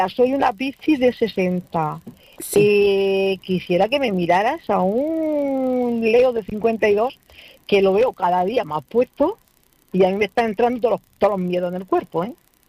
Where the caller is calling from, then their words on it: Region of Murcia, Spain; Es que somos de Murcia